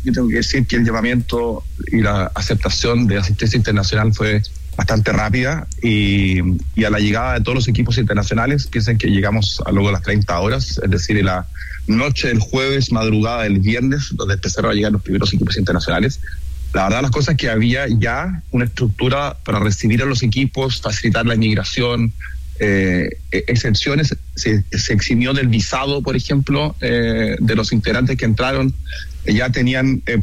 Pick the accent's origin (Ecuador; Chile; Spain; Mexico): Chile; Claro, y efectivamente soy chileno y por lo tanto la comparación con Chile siempre es difícil